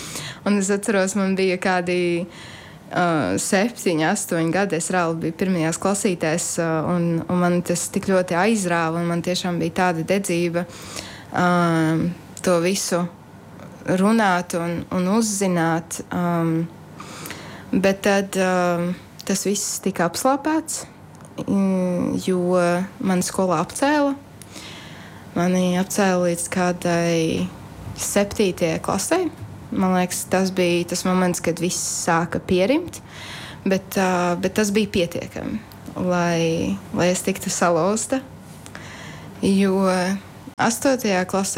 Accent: Skrīveri, Aizkraukle Municipality, Latvia; Es uzaugu baptistu draudzē, Skrīvaros.

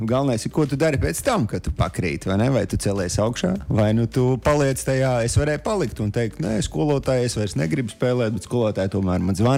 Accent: Bauska, Bauska Municipality, Latvia; tā kā bija Mārtiņš no Bauskas

